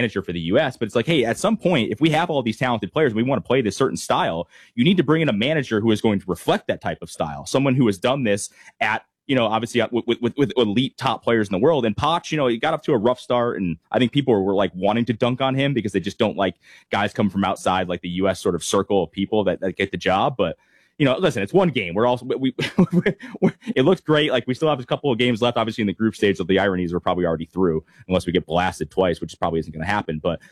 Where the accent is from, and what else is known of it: Connecticut, United States; born or raised there